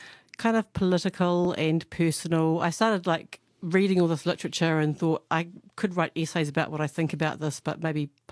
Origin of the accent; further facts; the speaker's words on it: Wellington, New Zealand; There's quite a lot about karori and growing up in Wellington.